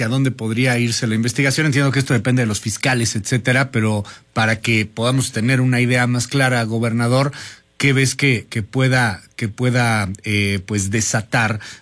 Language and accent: Spanish; Costa Rica; Soy costarricense.